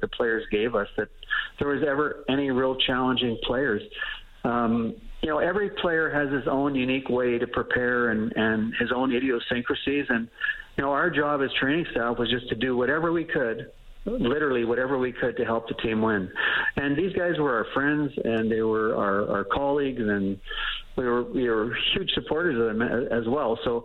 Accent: Banff, Alberta, Canada; I grew up in Alberta in a small town, Banff, Alberta, and I was like, any young kid growing up in the 60s

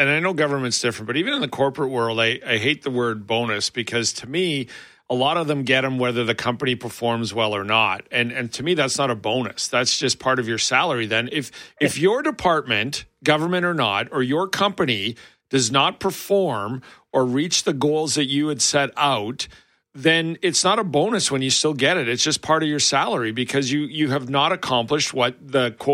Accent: Western Canada, Canada; I'm from the West, too

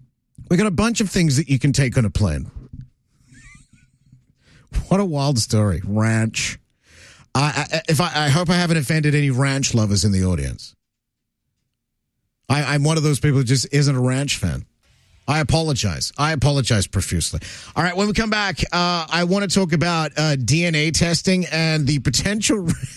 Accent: Australia; now in Canada; Now, look, when I go back to Australia, look, I'm a Canadian now, but when I go back to Australia, there is a list of things that have to come back with it, me to North America.

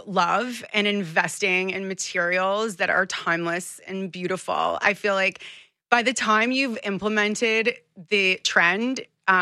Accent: Toronto, Ontario, Canada; now in Costa Rica; Growing up in Toronto, our weather is so extreme.

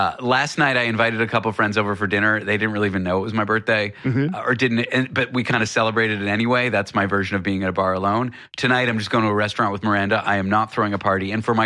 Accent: Toronto, Ontario, Canada; Like, I grew up in Toronto going to the Sky Dome, okay?

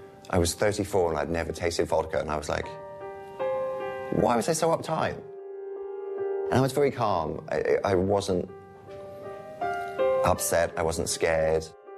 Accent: England, United Kingdom; moved away as an adult; we're very English and reserved.

